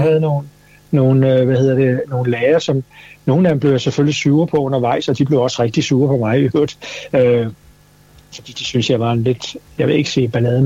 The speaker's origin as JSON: {"language": "Danish", "town": "Copenhagen", "region": "Capital Region of Denmark", "country": "Denmark", "tie": "born or raised there", "also_born_or_lived": "Vesterbro, Copenhagen", "said": "Jeg voksede op i Urbanplan. Vi kom ud fra Vesterbro, og jeg flyttede derud, da jeg var 4 år gammel, og det var jo ikke bygget færdigt"}